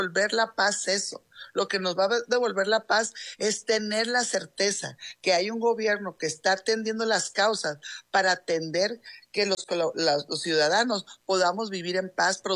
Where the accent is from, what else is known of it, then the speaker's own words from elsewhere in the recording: Sinaloa, Mexico; lo que somos nosotros sinaloenses